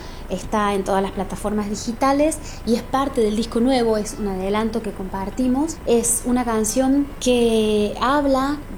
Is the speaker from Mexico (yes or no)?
no; Córdoba, Argentina; born there; soy cantautora, nací y vivo en Córdoba, Argentina.